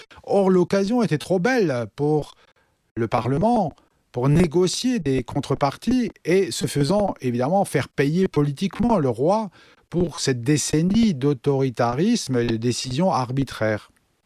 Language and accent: French; France; En tant que Français, nous avons souvent tendance à penser que la Révolution française a été la première